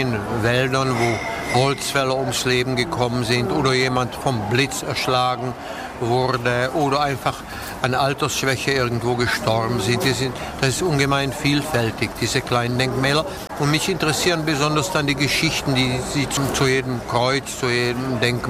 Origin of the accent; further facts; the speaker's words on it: Varnsdorf, Ústí nad Labem Region, Czechia; Ich bin in Varnsdorf geboren, in einer deutschsprachigen Familie, aber aus Mischehe, und da haben wir zu Hause Deutsch gesprochen und da bin ich irgendwie in diese Umgebung der Deutschböhmen eingewachsen.